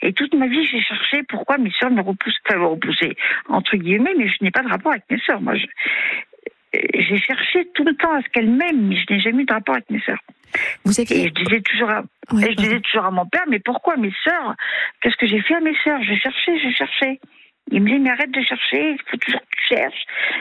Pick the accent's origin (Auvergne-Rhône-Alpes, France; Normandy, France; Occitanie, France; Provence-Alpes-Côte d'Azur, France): Auvergne-Rhône-Alpes, France; Alors, j'ai 58 ans, et puis j'ai, à la base, nous sommes 4 filles. Je suis la 3e. J'ai grandi dans le Cantal.